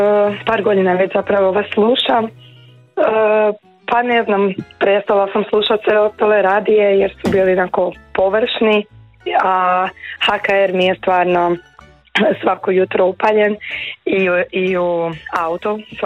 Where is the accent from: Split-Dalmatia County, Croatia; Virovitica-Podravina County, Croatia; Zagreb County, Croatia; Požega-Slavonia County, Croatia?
Zagreb County, Croatia; Samobor; Samobora.